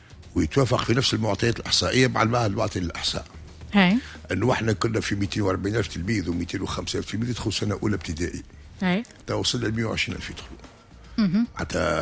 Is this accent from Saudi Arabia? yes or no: no; Tunisia; عندنا في تونس